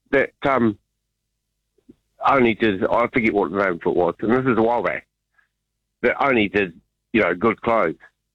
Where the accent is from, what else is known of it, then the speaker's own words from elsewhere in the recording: Christchurch, Canterbury, New Zealand; moved away; I was born and bred in Christchurch, but I'm not there much.